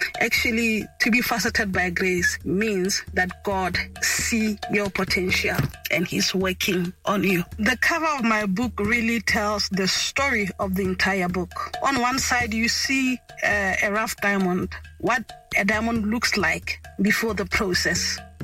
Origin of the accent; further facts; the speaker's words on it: Lobatse, South-East District, Botswana; I was born and bred in Lobatse, Banzinhlatle.